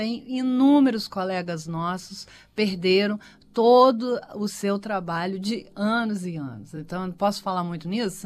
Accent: Brazil; a gente é, né, brasileiras e brasileiros

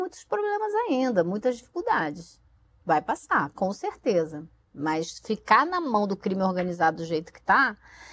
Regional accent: Rio de Janeiro, Brazil; Eu acho assim que eu sempre me preocupei com isso a vida inteira, crescendo no Rio.

